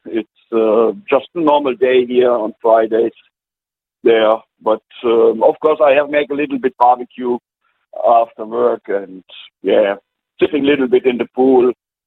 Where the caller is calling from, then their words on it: Germany; English is a second language